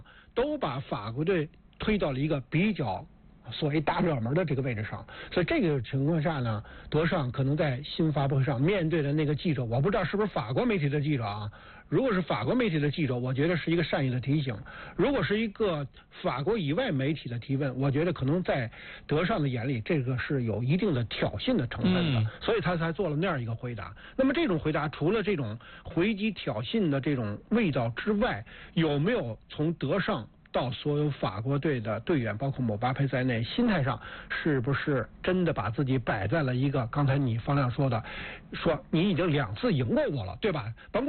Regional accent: China

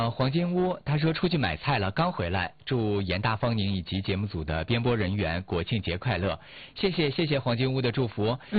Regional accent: Northeast China, China; 还有咱们家乡的传统的二人转

